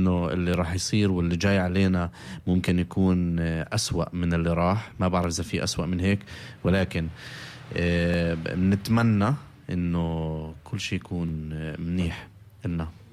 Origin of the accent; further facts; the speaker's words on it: Palestine; ولكن ما في احلى من طبيعة فلسطين بالنسبة لنا كفلسطينيين